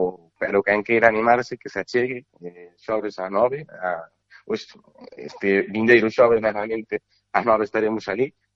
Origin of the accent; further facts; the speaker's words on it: Carballo, Galicia, Spain; eu son daqui, son de Carballo, e por iso además tamén fai moitísima ilusión dirixir … aquí en Carballo temos unha tradición moi grande de música tradicional galega